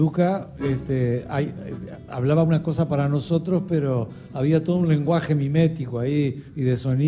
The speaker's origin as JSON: {"language": "Spanish", "country": "Cuba", "lives_now": "Uruguay", "said": "que yo, siendo cubano, hoy uruguayo, pueda aprender y pueda hacer la música como la sienten ustedes."}